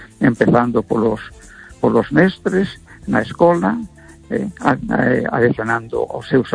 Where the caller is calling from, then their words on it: A Coruña, Galicia, Spain; Vamos a ver … de Coruña.